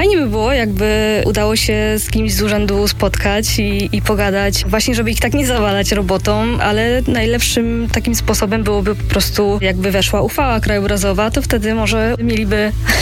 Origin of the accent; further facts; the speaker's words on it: Gliwice, Silesian Voivodeship, Poland; now in Katowice, Poland; ja jestem z Gliwic, od ponad roku mieszkałam w Katowicach